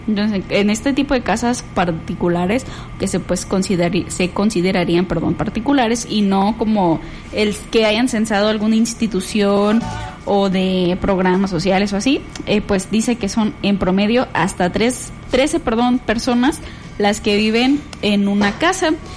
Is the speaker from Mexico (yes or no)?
yes; Mexico